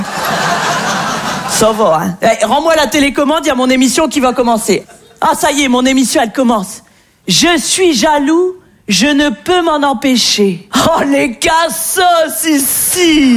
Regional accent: North, France; moi je viens du nord de la France, et c'est vrai qu'on est très gentils dans le nord.

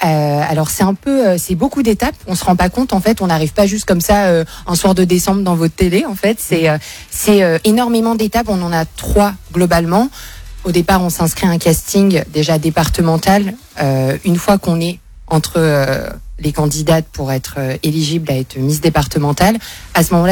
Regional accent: Île-de-France, France; J'ai 24 ans, je viens du département des Hauts-de-Seine

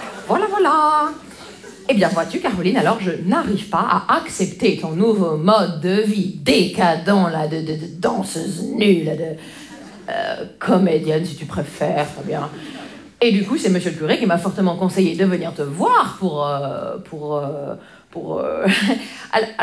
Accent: Grand Est, France; savez, moi, je viens des Vosges.

